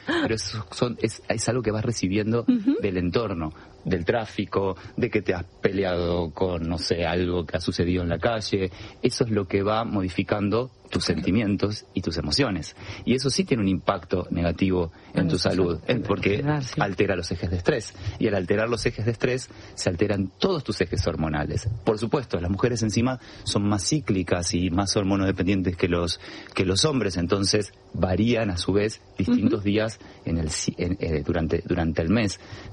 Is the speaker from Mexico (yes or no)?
no; Argentina; Para mí, como argentino, estar en un programa de radio de España, de Madrid, que quiero tanto, para mí es un privilegio